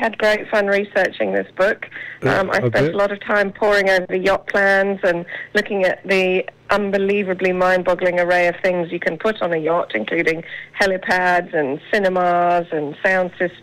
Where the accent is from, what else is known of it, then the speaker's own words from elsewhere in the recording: England, United Kingdom; moved away as an adult; now in northern New South Wales, Australia; Well, I was brought up in England, but I have lived in Australia for 35 years, so actually probably longer. I've lived longer in Australia than I did in England, so I'm definitely consider myself Australian these days.